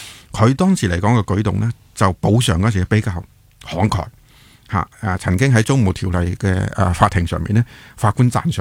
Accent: Hong Kong

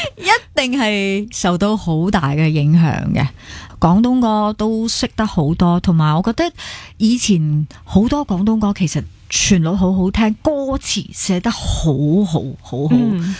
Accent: Malaysia; 我觉得好难去定义我哋马来西亚人做嘅 jazz

